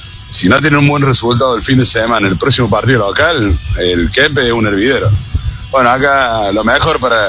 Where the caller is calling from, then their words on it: Córdoba, Argentina; de Barrio Colón.